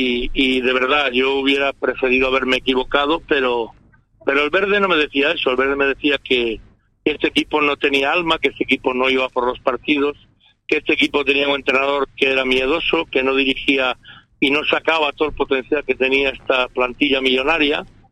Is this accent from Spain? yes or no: yes; Marín, Galicia, Spain; moved away; desde mi pueblo, desde Marín, Pontevedra